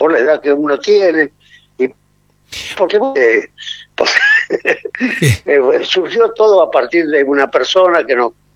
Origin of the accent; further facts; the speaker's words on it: Avellaneda, Buenos Aires Province, Argentina; born there; Yo nací en Avellaneda, sí.